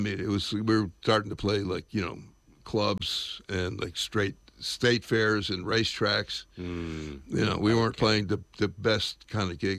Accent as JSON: {"language": "English", "region": "Connecticut", "country": "United States", "tie": "born or raised there", "said": "Well, I grew up in Connecticut listening to the WBLI AM radio, and the Haven is 67% Italian, at least it was. I just found out I'm 45% Italian"}